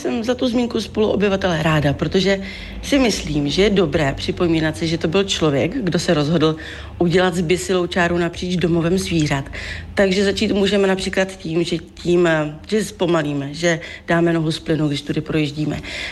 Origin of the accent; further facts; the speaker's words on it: Vysočina Region, Czechia; jsme z Vysočiny